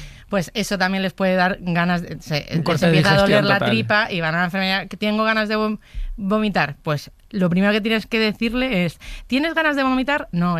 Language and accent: Spanish; Madrid, Community of Madrid, Spain; Y porque soy de Madrid.